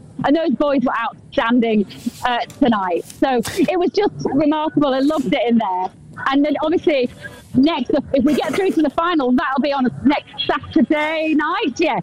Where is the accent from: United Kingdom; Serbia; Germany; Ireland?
United Kingdom; England; We are English.